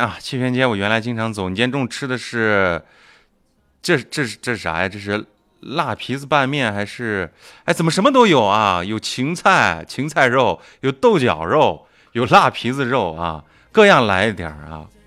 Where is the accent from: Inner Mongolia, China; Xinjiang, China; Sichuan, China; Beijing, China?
Xinjiang, China; Shihezi; 你知道我是石河子出生，石河子长大啊